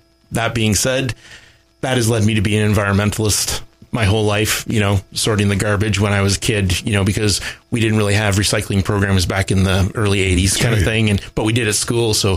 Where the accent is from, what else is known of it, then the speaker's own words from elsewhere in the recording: Bancroft, Ontario, Canada; Okay, well, I was born and raised in Bancroft, Ontario. I was born at the Bancroft Hospital, and my parents had a cattle farm near Maynooth, which is north of town.